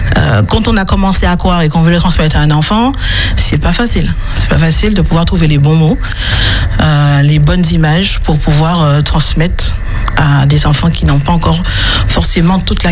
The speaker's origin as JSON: {"language": "French", "country": "Martinique", "said": "Je suis une Martiniquaise."}